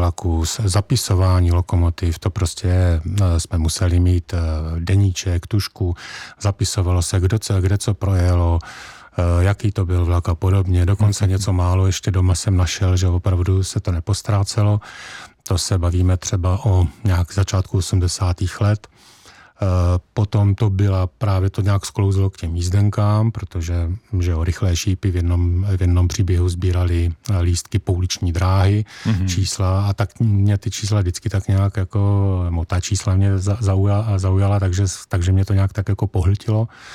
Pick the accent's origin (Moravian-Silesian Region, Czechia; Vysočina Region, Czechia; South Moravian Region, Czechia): South Moravian Region, Czechia; Rosice; Já jsem se narodil v Rosicích u Brna, dnes tam opět žijí.